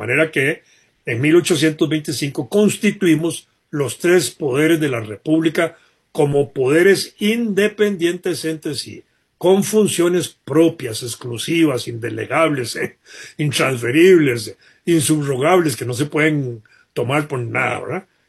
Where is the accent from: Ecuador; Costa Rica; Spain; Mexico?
Costa Rica